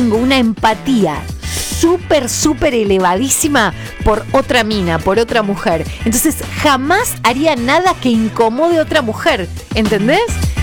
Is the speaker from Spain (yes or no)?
no; Punta Alta, Buenos Aires Province, Argentina; Punta Alta, sí.